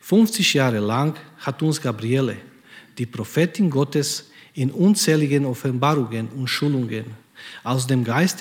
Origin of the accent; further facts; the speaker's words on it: Croatia; moved away; Ich komme ursprünglich aus Kroatien